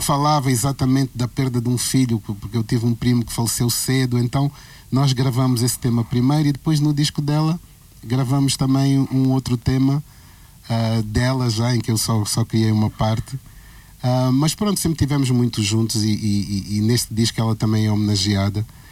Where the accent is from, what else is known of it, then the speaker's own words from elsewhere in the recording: Lisbon, Portugal; Então, mesmo crescendo aqui em Portugal, indo sempre a Angola e estando sempre nesses dois continentes, eu aqui encontrei muitas Áfricas também, né?